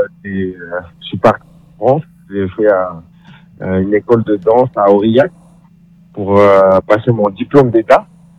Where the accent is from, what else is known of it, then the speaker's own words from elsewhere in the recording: Ducos, South Province, New Caledonia; now in Switzerland; ça fait 10 ans que je vis en Europe, et plus précisément en Suisse. J'ai grandi à Ducos, à Marconi plus précisément.